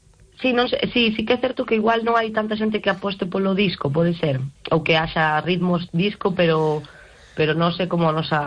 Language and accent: Galician; Argentina; veño da Argentina, logo Sam ven de Manchester, Borja ven do País Vasco